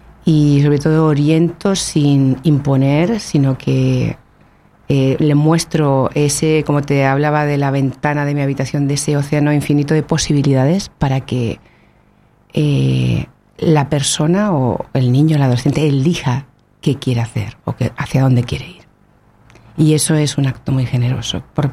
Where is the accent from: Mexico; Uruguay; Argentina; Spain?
Spain; Valencia, Valencian Community; now in Canary Islands, Spain